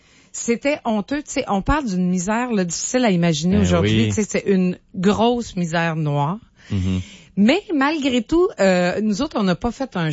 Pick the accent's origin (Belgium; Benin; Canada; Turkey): Canada; New Richmond, Quebec; moi, je suis de la Gaspésie, je suis de New Richmond